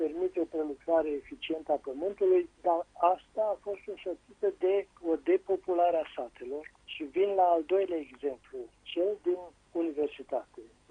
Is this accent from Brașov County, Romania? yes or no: no; Moinești, Bacău County, Romania; moved away; also born or lived in Iași; am venit de la Iași în casă, la Moinești